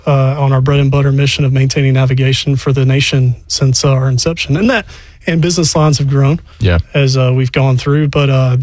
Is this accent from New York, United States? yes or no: no; Columbus, Georgia, United States; So I'm from Columbus, Georgia. Wasn't a military brat.